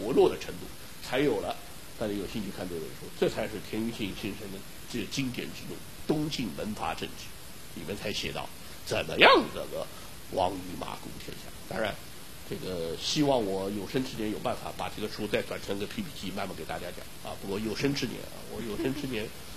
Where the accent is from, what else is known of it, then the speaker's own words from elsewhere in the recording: China; 我们中国人